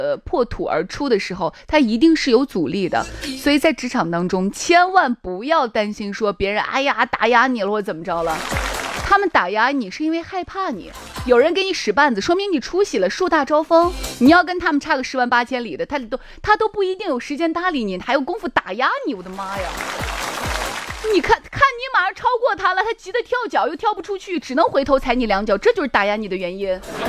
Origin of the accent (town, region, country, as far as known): Shaanxi, China; accent: Shaanxi dialect